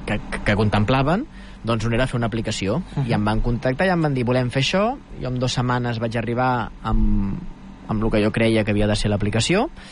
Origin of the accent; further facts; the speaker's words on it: El Vendrell, Catalonia, Spain; Jo he sigut de Vendrell de tota la vida i em considero poc vendrellenc.